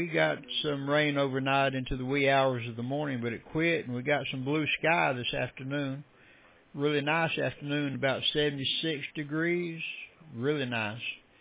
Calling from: Georgia, United States; We live just west of Atlanta.

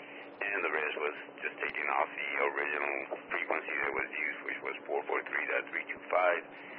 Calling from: Killeen, Texas, United States; I'm transmitting from Killeen, Texas, where it is currently about 100 degrees.

